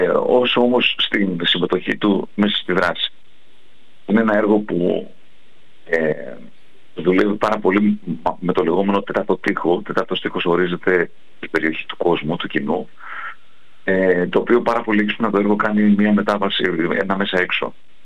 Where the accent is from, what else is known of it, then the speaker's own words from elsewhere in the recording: Greece; εμείς σαν Έλληνες